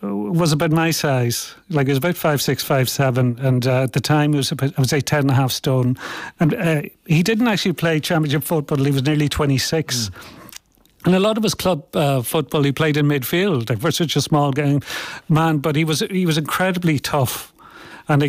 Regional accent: Glencolumbkille, County Donegal, Ireland; moved away; I'm from Glencullum Kill, which is the neighbouring parish to Kilcare. We would have all gone to school together in Colashton and Carriga.

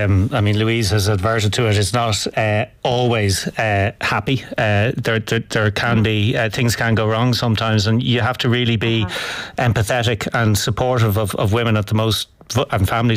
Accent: Dublin, Leinster, Ireland; born there; And I was born in the Rotunda

